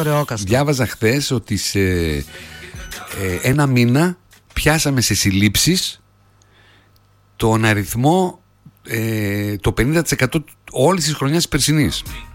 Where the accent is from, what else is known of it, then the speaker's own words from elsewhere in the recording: Greece; εμείς οι Έλληνες